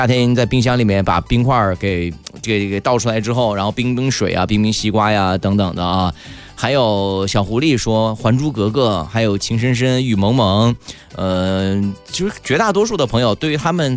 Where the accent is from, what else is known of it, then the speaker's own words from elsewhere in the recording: northern China, China; 像我们小的时候在北方，可能夏天不会像南方这么热